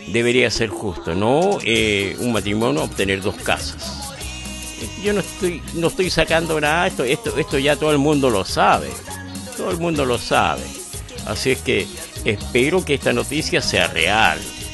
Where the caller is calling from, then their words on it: Chile; nosotros, siendo habitantes chilenos